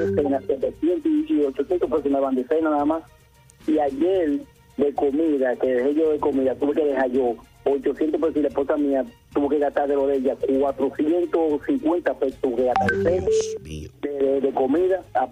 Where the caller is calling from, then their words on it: Navarrete, Santiago, Dominican Republic; yo soy de Navarrete